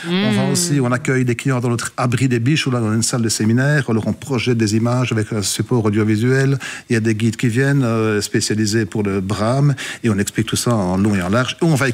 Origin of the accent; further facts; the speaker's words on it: Rochehaut, Wallonia, Belgium; Chez nous, à Rochehaut, le cerf va sur trois semaines assaillir 30 à 40 biches, voire 50.